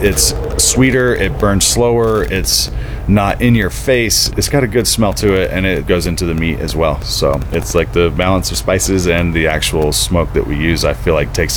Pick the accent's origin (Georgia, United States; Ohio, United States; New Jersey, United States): Georgia, United States; Growing up in Georgia, we always had a smoker going at the house every weekend.